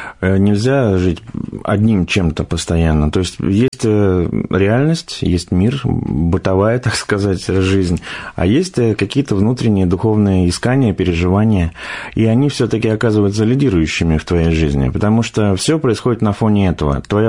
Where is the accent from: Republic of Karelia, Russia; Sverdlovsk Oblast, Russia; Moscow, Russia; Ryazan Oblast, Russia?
Moscow, Russia; born there; мне сейчас 36 лет, я родился в Москве, учился в простой школе